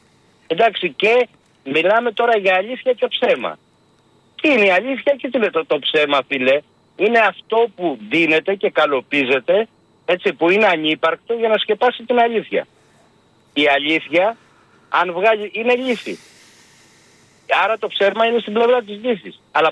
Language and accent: Greek; Greece; Είμαι εθνικός γιατί είμαι Έλληνας. Έχω εθνική ταυτότητα. Έχω διαβατήριο ελληνικό. Δεν έχω αμερικάνικο